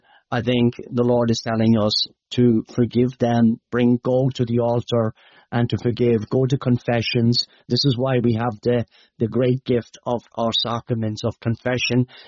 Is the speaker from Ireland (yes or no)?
yes; Leinster, Ireland; Some of your Irish might know, my accent might be hard to understand, but for the American Americans might be able to understand me, you know. It's in the Midlands of Ireland, the Midlands in Ireland.